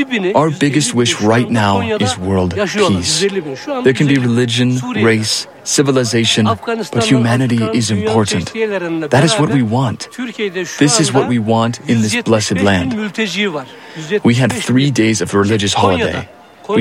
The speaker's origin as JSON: {"language": "English", "region": "Konya", "country": "Turkey", "said": "I'm from Konya."}